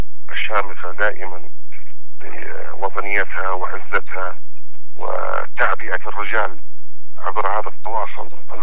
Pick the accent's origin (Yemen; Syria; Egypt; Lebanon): Yemen; أنا في اليمن